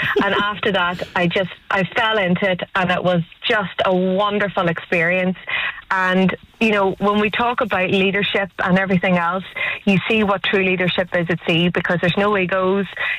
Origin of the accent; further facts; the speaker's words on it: Tyrone, Northern Ireland, United Kingdom; I am from Tyrone.